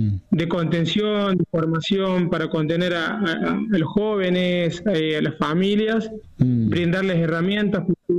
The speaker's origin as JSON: {"language": "Spanish", "region": "Córdoba", "country": "Argentina", "said": "soy el primer cordobés en la historia que va a correr. Y bueno, voy a representar a Argentina"}